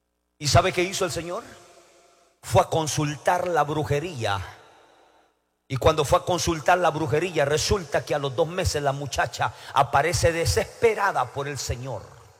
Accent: El Salvador; moved away

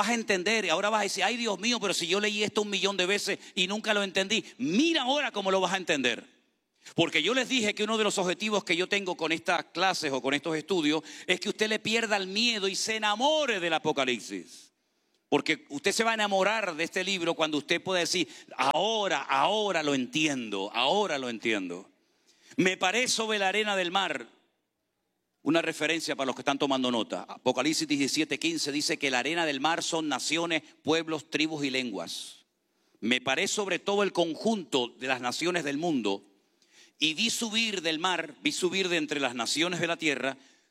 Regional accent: Spain; moved away; a veces puedo yo, como español, utilizar alguna palabra, alguna expresión que a lo mejor puede chocar aquí, pero es que los españoles hablamos así

